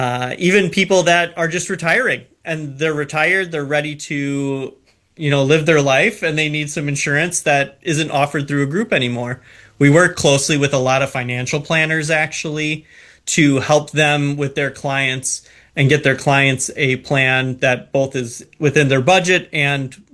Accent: Wisconsin, United States; moved away as an adult; also born or lived in New Jersey; now in Appleton, United States; I wanted to move back to my home state too. So I came back to Appleton

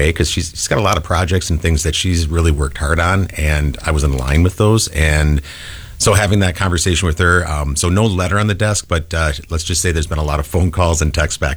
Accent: Milwaukee, Wisconsin, United States; I mean, I remember back growing up in Milwaukee, I had a Honda Spree.

